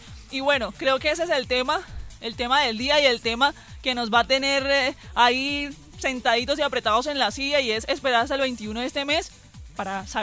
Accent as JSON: {"language": "Spanish", "country": "Colombia"}